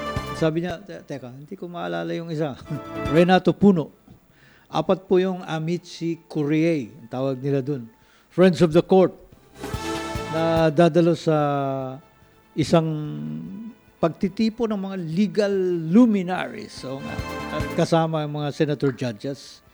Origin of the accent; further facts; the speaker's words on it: Mindanao, Philippines; Taga Mindanao po ako.